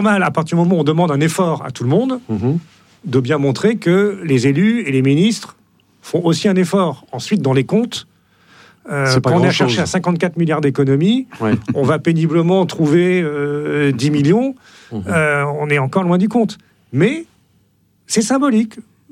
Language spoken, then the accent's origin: French; Saint-Omer, Hauts-de-France, France; Moi, je vais partir aussi sur mes racines. J'ai grandi à Saint-Omer, qui est une petite ville du Pas-de-Calais, qui a une cathédrale.